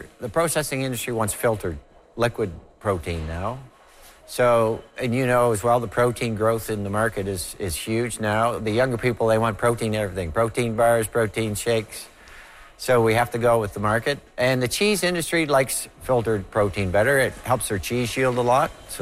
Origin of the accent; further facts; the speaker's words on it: Sussex, New Brunswick, Canada; I'm from Sussex, and it's the heart of the dairy industry in New Brunswick